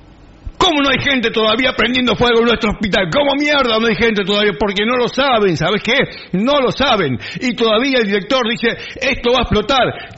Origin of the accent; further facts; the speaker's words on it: Punta Alta, Buenos Aires Province, Argentina; porque somos de Punta Alta. Soy de Punta Alta, nací acá